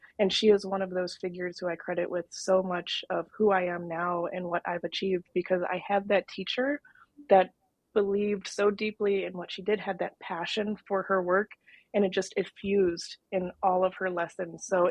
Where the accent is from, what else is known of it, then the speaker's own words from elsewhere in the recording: North Dakota, United States; also born or lived in New York; it happens to be in my home state of North Dakota, spent the last 8 years in New York